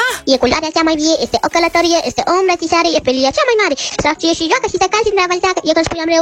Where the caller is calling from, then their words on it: Suceava, Suceava County, Romania; din Suceava. Am aproape 8 ani